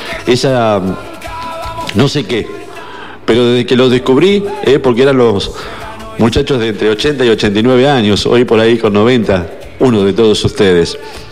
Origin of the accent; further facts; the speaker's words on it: Argentina; porque nosotros somos así los argentinos.